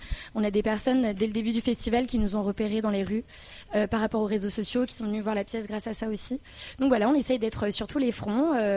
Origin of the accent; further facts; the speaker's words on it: Lyon, Auvergne-Rhône-Alpes, France; puisqu'Élise est normande et moi je suis lyonnaise.